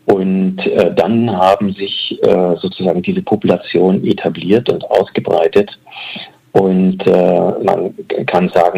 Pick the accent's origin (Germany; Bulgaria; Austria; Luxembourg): Germany; East Germany; Aber ich bin ein Kind des Ostens und da war man nicht ganz so frei in der Berufswahl.